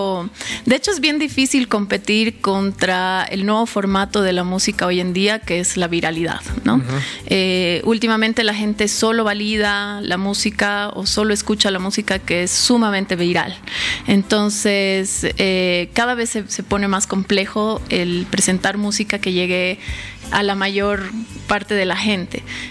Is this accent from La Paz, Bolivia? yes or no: yes; La Paz, Bolivia; como bolivianos, como paseños específicamente